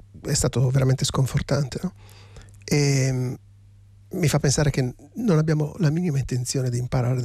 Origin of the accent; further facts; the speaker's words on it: Friuli-Venezia Giulia, Italy; nelle zone in cui ha vissuto anche Pasolini, che sono le stesse zone da dove vengo io.